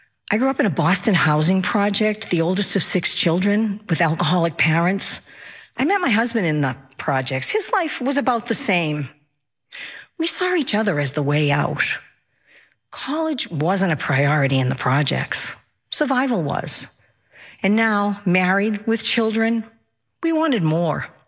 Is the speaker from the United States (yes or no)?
no; Ireland; I'm Irish. I've always been a storyteller.